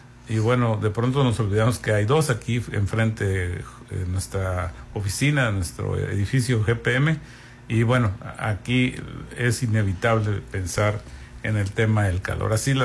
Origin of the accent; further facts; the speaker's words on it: Mexico; Los colombianos, lo decía yo ayer, tienen mucha la empatía con los mexicanos, nos quieren mucho